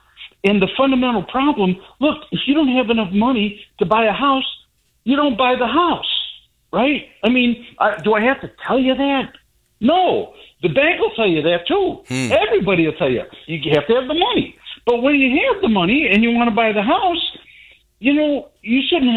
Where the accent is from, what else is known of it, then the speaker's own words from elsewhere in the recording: Chicago, Illinois, United States; I grew up in Chicago, Ken.